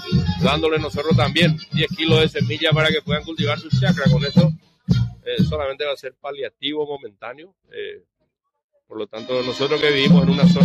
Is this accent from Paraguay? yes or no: yes; Paraguay; para que podamos trabajar todos juntos como paraguayos